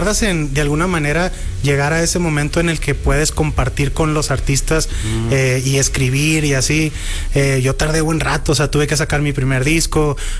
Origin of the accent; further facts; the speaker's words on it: Culiacán, Sinaloa, Mexico; Me pasaba mucho cuando llegué de Culiacán. O sea, me sentía como que venía como del rancho, así como de que la ciudad chiquita.